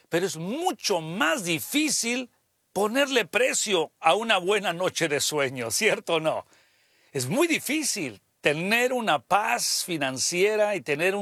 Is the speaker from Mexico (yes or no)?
yes; Mexico; now in United States; para la multiplicación somos muy buenos los mexicanos